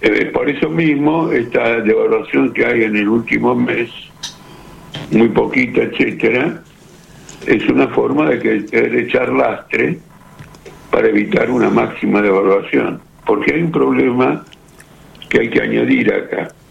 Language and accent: Spanish; Argentina